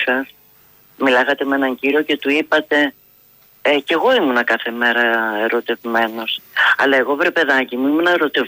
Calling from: Kaisariani, Attica, Greece; Πάντως εδώ στην Κεσαριανή, επειδή μένω κάποια χρόνια

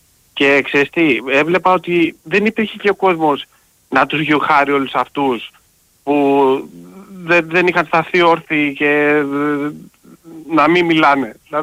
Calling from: Greece; τι θα κάνουμε σαν Έλληνες?

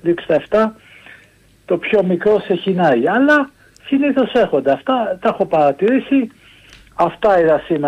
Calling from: Chaidari, Attica, Greece; από το Χαϊδάρι.

